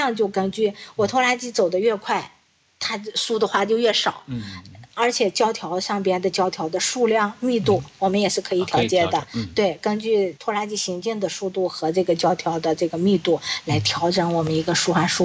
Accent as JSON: {"language": "Chinese", "country": "China", "said": "我们中国人"}